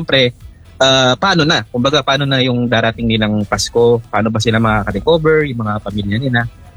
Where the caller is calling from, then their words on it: Quezon City, Metro Manila, Philippines; ng Quezon City.